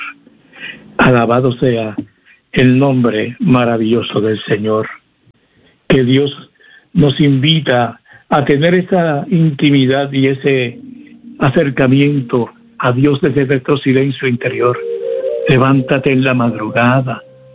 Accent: Puerto Rico; Nos invita como pueblo, como iglesia, como nación puertorriqueña a humillarnos.

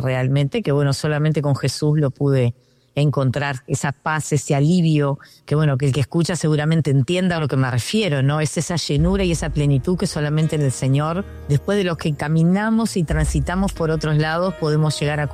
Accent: Montevideo, Uruguay; bueno, soy de Montevideo, Uruguay, o sea que bien por acá, por el sur.

